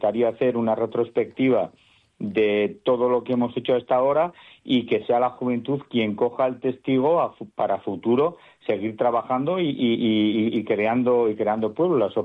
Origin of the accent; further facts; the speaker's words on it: Navarre, Spain; Somos el pueblo de Navarra que más bodegas tiene por habitante, somos 450 habitantes, tenemos 5 bodegas